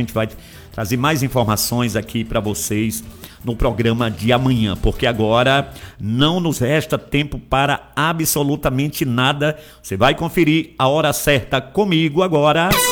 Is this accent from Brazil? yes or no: yes; Brazil; Claro que a gente como brasileiro, a gente torce, não é?